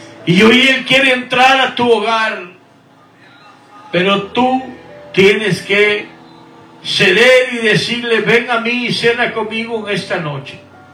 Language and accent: Spanish; Guatemala; now in Houston, United States; mi tierra natal, Guatemala. … viviendo aquí en Houston, Texas, por ya 30 años pasaditos. Nacido en Guatemala